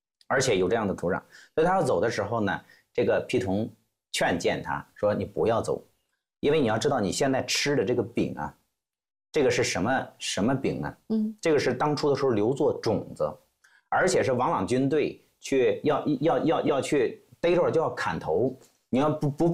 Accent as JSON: {"language": "Chinese", "town": "Hengshui", "region": "Hebei", "country": "China", "tie": "born or raised there", "said": "我老家就是蓟州"}